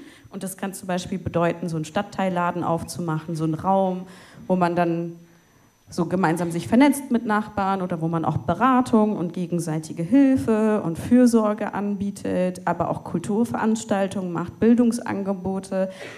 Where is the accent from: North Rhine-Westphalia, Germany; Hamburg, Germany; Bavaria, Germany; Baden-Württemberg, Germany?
North Rhine-Westphalia, Germany; Cologne; ich will irgendwie dem Ort, wo ich aufgewachsen bin, also konkret dem Viertel Köln-Kalk, was zurückgeben.